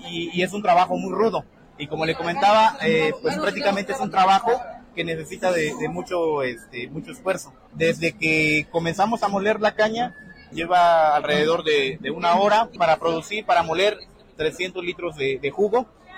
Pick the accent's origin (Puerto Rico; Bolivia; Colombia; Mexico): Mexico; Coyutla, Veracruz; Venimos de la zona del Totonacapan, de la comunidad de Panorama, municipio de Coyutla, Veracruz.